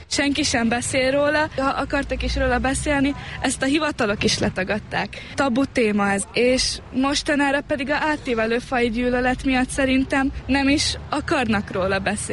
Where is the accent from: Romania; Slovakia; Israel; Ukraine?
Slovakia; Felvidék; főleg felvidéki magyarként minden papír szlovákul volt